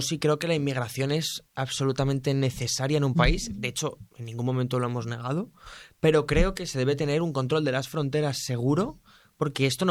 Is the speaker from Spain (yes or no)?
yes; Spain; born there; Yo, si no hubiese nacido en España, lo hubiese deseado.